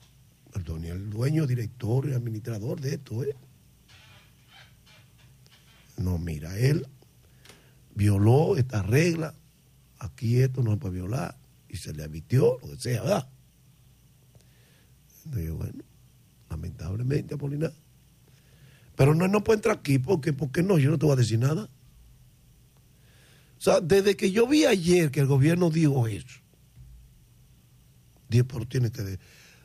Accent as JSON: {"language": "Spanish", "country": "Dominican Republic"}